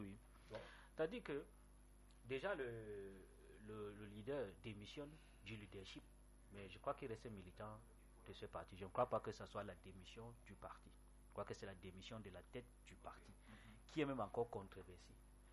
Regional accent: Cameroon; Nous sommes Camerounais.

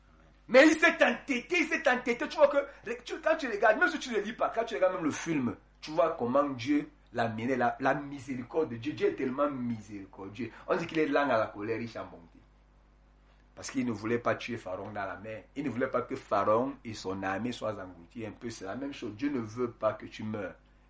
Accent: Côte d’Ivoire; quand j'ai grandi en Côte d'Ivoire

